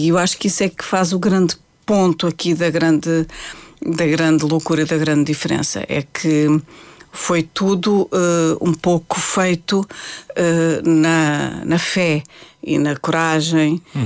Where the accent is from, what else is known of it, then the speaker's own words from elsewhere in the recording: Portugal; moved away as an adult; also born or lived in Brazil; eu sou portuguesa, eu não sou brasileira, eu vou cantar em português.